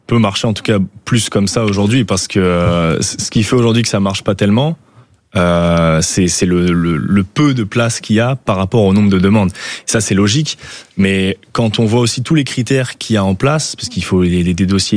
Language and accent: French; Nice, Provence-Alpes-Côte d'Azur, France; now in Paris, France; Moi, je viens de Nice.